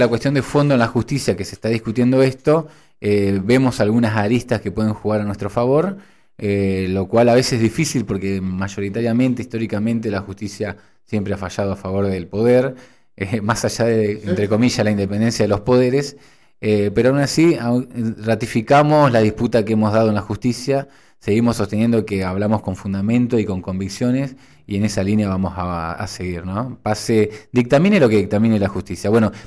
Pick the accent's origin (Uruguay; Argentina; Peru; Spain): Argentina; Entre Ríos; yo soy de Isla del Ibicuí